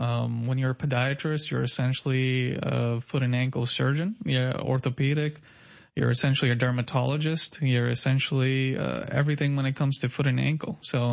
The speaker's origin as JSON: {"language": "English", "town": "Karachi", "region": "Sindh", "country": "Pakistan", "tie": "born or raised there", "also_born_or_lived": "Springfield / Chicago / Cleveland", "moved": "as an adult", "lives_now": "United States", "said": "I'm originally from Karachi, Pakistan. Born and raised there. After that, I'm from Springfield. I went to undergrad there, University of Illinois in Springfield. I did my master's there. Then I went to Chicago for school. And then I did my training in Cleveland."}